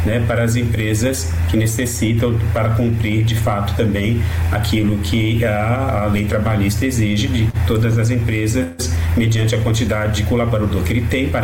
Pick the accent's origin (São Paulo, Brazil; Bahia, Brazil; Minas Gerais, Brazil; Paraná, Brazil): São Paulo, Brazil; now in Rio de Janeiro, Brazil; Eu sou de São Paulo, tem hora que eu falo o sinal ou semáforo, né?